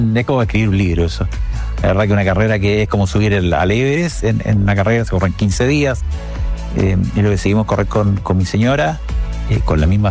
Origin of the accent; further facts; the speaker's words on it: Coquimbo, Chile; yo soy nacido en Coquimbo, estudié en el colegio en Coquimbo, después estudié agronomía acá en la Católica, de una familia de empresarios